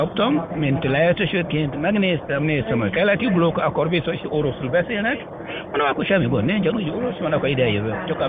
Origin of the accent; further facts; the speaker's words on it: Mali; Hungarian is a second language; moved away as an adult; now in Hungary; mi a francia gyármat az a Mali, ahonnan jöttem Nyugat-Afrika